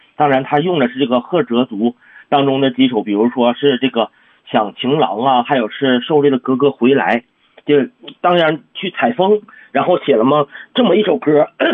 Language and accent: Chinese; Heilongjiang, China; 喜欢咱们黑龙江这个本土的歌曲